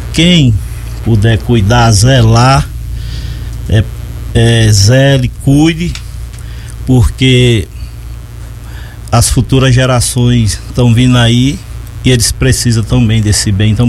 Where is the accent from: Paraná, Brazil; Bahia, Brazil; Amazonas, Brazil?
Bahia, Brazil; Serra do Ramalho; eu nasci em Agrovila 4, sou filho lá de Agrovila 4